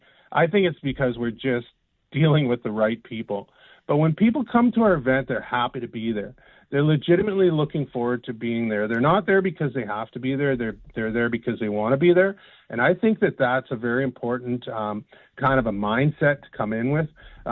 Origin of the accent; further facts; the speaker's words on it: Canada; But other than that, I mean, we're Canadian across the board.